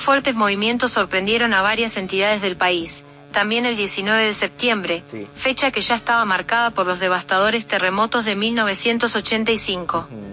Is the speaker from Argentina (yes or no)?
yes; Argentina; now in Mexico; la argentina más mexicana.